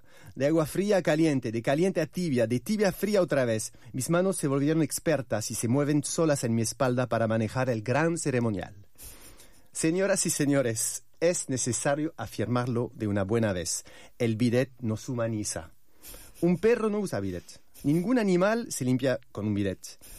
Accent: France; Spanish is a second language; moved away as an adult; now in Argentina; Desde que llegué a Argentina estoy enamorado del bidet. Sí, en mi país, Francia

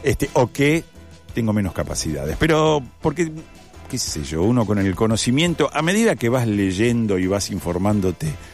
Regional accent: Buenos Aires, Argentina; born there; also born or lived in Rosario; Yo soy rosarino. Nací en Rosario, por accidente y por no, porque en realidad mi vieja es de Rosario, mi viejo es porteño, se enamoró mi viejo, se fue a vivir a Rosario y ahí nacimos. Después nos volvimos a Buenos Aires

